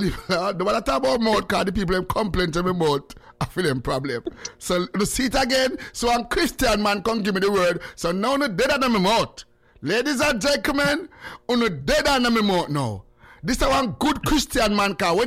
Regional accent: Jamaica; now in Canada; from Jamaica.

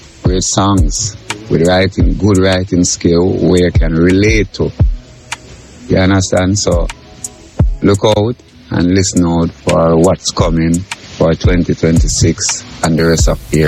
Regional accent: Spanish Town, Saint Catherine, Jamaica; born there; now in Kingston, Jamaica; I'm from Jamaica. I was born on the 9th of July, 1986 at Spanish Town Hospital, St. Catherine. I'm now living at Washington Garden, Kingston City.

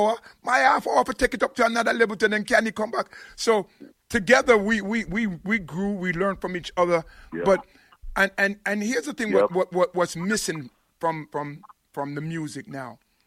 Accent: Jamaica; now in New York, United States; we as Jamaican know them as FET. You know, we call them college parties here in New York.

